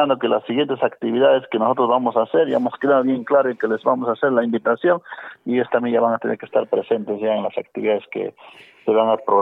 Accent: Villa Rica, Pasco, Peru; los tres somos de Villarrica

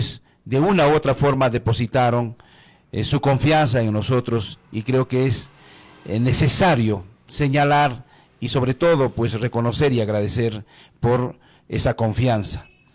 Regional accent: Coracora, Ayacucho, Peru; a mi pueblo, a nuestra tierra, Parinacochas, Coracora

